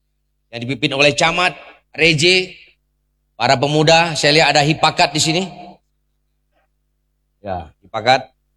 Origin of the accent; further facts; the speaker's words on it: Banda Aceh, Aceh, Indonesia; also born or lived in Bener Meriah; saya asli Biren, dan saya lahir besar di Manda Aceh.